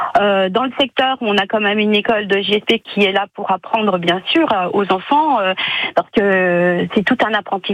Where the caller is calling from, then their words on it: Liernais, Bourgogne-Franche-Comté, France; Liernais.